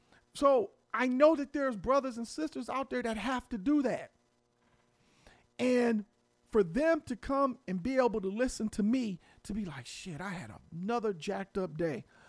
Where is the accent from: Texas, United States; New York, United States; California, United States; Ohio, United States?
Ohio, United States; Cleveland; But he's from Toledo in Ohio. Mm-hmm. I'm from Cleveland.